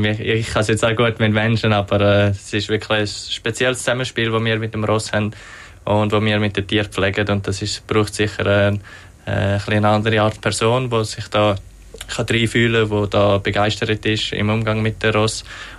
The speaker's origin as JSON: {"language": "German", "country": "Switzerland", "said": "Weil als Schweizer hat man natürlich, als junger Schweizer hat man eher mal eine Gelegenheit, zum Beispiel in St. Gallen oder in Genf an den Start gehen."}